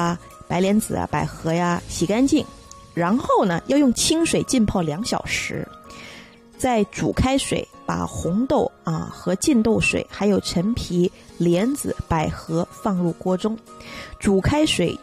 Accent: Guangdong, China; 我们广东人

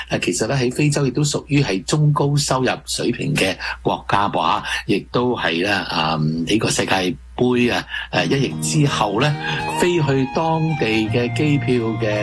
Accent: Canada

